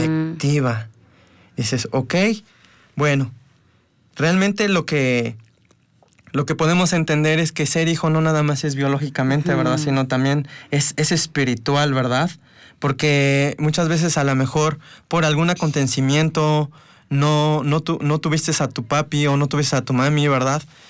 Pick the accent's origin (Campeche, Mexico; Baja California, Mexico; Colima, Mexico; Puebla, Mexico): Puebla, Mexico; born there; yo nací aquí en Puebla